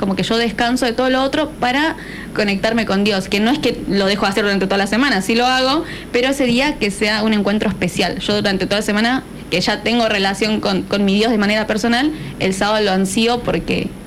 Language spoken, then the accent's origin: Spanish; Buenos Aires, Argentina; Yo vengo de Buenos Aires, de Capital, y toda mi primaria, mi secundaria la hice en instituciones públicas.